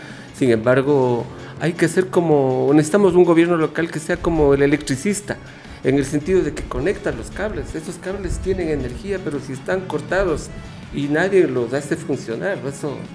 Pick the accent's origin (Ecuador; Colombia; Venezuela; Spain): Ecuador; los ecuatorianos cada vez hemos ido alimentando más el orgullo por ser ecuatorianos.